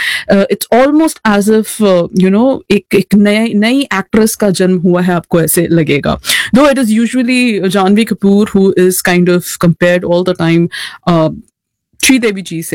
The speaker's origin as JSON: {"language": "Hindi", "town": "Varanasi", "region": "Uttar Pradesh", "country": "India", "said": "And she is like बनारसिया। यदि मैं बनारस से हूँ, एंड जब जब ये गाना सुनती हूँ"}